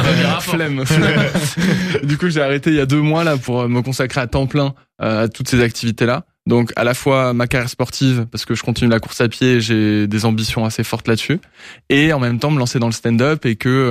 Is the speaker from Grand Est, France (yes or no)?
yes; Grand Est, France; moved away; moi, je viens de Lorraine à la base, d'un petit village.